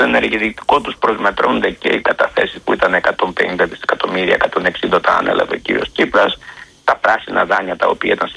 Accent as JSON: {"language": "Greek", "country": "Greece", "said": "σαν Έλληνας πολίτης"}